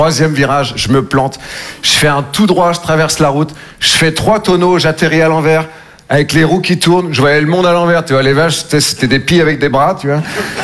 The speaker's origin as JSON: {"language": "French", "region": "Nouvelle-Aquitaine", "country": "France"}